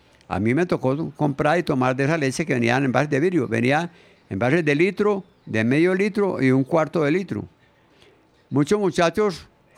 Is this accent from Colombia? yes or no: yes; Amagá, Antioquia, Colombia; para que escuches historias de mi pueblo